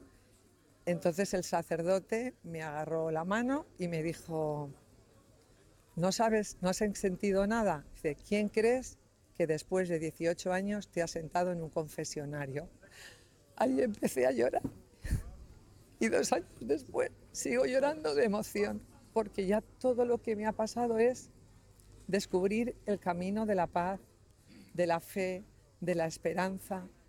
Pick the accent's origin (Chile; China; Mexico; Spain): Spain; Madrid, Community of Madrid; Vengo de Madrid, España. Es mi segunda vez en Medjugorje.